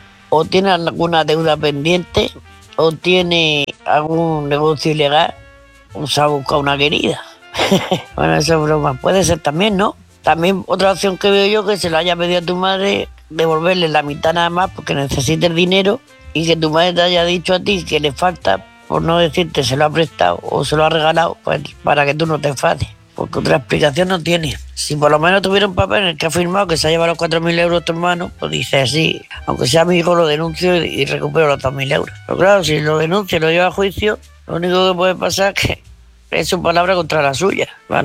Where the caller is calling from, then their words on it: Murcia, Region of Murcia, Spain; Buenas noches, Álvaro, oyente y corresponsales. … de Murcia y quería contarle a Ana mi punto de vista.